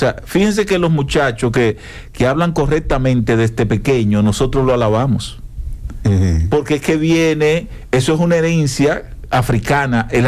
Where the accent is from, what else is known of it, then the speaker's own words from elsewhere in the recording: Dominican Republic; nosotros como dominicanos tenemos una condición. Nosotros achicamos la palabra. No decimos pa.